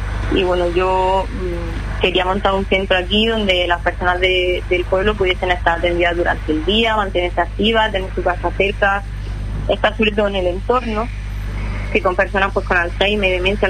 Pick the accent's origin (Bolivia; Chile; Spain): Spain; Balanegra, Andalusia; Yo es que estoy de Bala Negra.